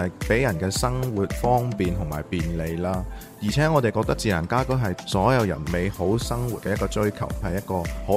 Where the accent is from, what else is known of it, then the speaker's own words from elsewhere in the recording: Macau; 咁我系嚟自于澳门嘅。